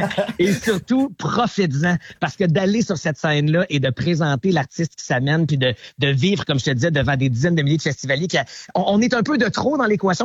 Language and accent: French; Gatineau, Quebec, Canada; moi, je suis originaire d'ici à Gatineau.